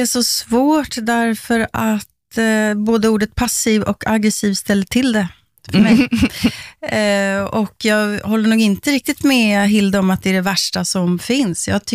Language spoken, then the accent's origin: Swedish; Sweden